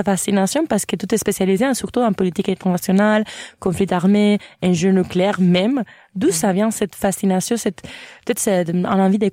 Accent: Spain; moved away as an adult; now in Quebec, Canada; Moi, ça fait 9 ans presque bientôt que je suis au Québec et je me sens plus concernée à avoir une opinion pour ça qui se passe au Québec que pour ça qui se passe en Espagne que j'ai quitté à 23 ans.

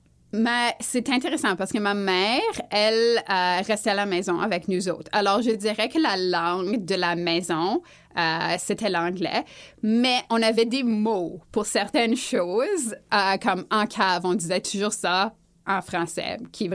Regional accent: Manitoba, Canada; accent: Manitoban; comme au Manitoba, j'ai un accent manitobain.

